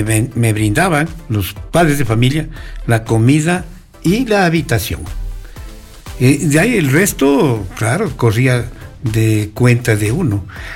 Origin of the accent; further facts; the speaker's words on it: Pujilí, Cotopaxi, Ecuador; also born or lived in Quevedo, Los Ríos; De la provincia de Los Ríos, claro, ya me regresé a la provincia de Cotopaxi, de donde me precio de ser cotopaxense, y a mi tierra, Pujilí, París y Londres.